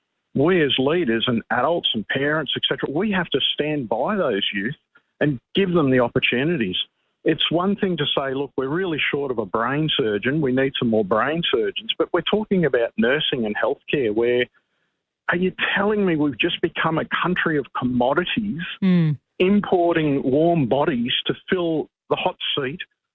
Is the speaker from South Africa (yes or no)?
no; Australia; But I felt so deflated as an Australian citizen